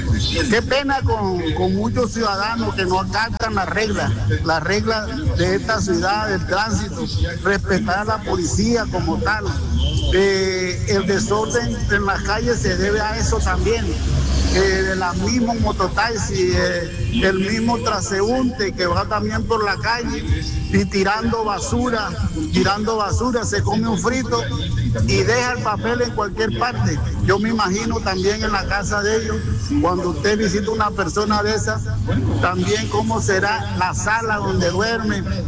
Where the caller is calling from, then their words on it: Sincelejo, Sucre, Colombia; mi pueblo, Sincelejo